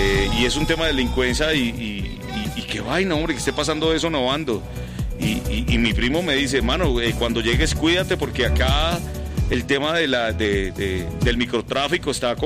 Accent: Obando, Valle del Cauca, Colombia; en mi pueblo, parce, donde yo nací. O sea, yo soy de Obando Valle, de un pueblo

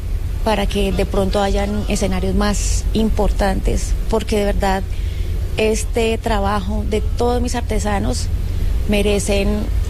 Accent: Colombia; para mostrar la verdadera cara de lo que somos de quiénes somos los colombianos.

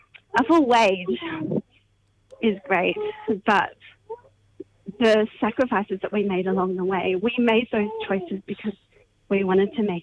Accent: Cambodia; moved away; I come from Cambodia

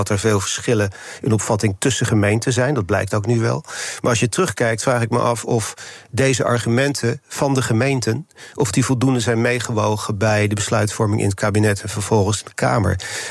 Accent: Delft, South Holland, Netherlands; born there; Ja, ik ben trouwens geboren in Delft.

